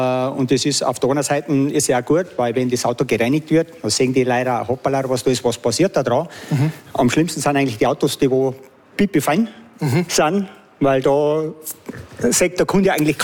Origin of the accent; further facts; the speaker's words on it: Pocking, Bavaria, Germany; moved away as an adult; now in Großarl, Austria; Ich komme aus Niederbayern, genau. Niederbayern, aus dem schönen Raum Pocking.